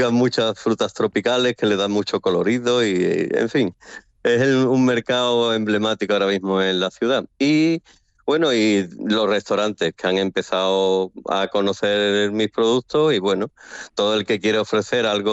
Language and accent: Spanish; Andalusia, Spain; Principalmente, como soy andaluz, pues la mayoría de los productos vienen de Andalucía, los importo de allí.